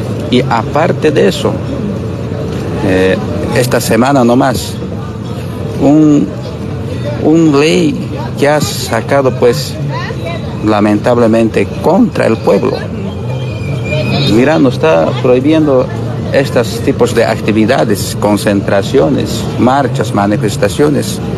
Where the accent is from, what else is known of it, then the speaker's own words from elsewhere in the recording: Bolivia; now in Chimoré, Bolivia; Nosotros como pueblo boliviano